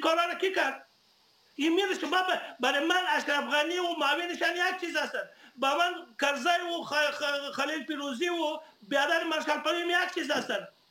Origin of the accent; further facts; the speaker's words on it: Afghanistan; من الان براتون میگم، من یک پشتون هستم